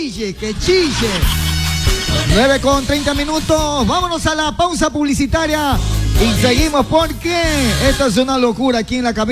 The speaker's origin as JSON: {"language": "Spanish", "country": "Ecuador", "said": "así somos los ecuatorianos, felices y contentos, alegres."}